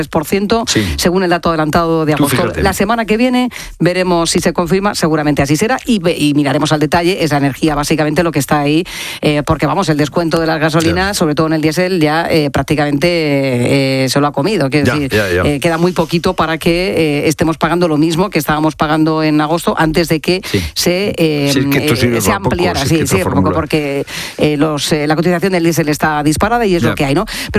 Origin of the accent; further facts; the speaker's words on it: Jumilla, Region of Murcia, Spain; desde mi tierra querida, desde Murcia, en Jumilla